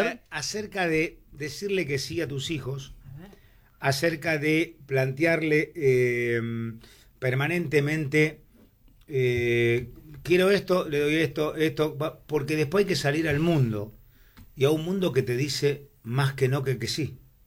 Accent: Libertad, Buenos Aires Province, Argentina; Es de Merlo, o sea, de mi pueblo, de Libertad.

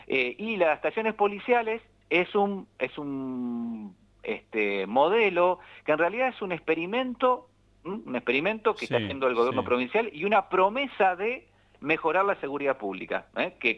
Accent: Santa Fe, Argentina

